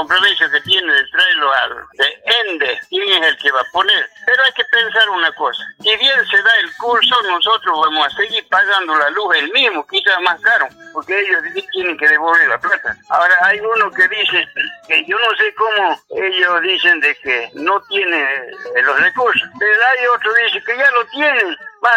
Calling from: Villamontes, Tarija, Bolivia; somos ciudad benemérita de Villamonte

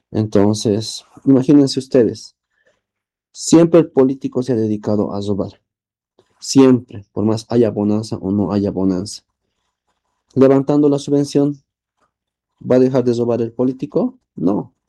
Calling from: Bolivia

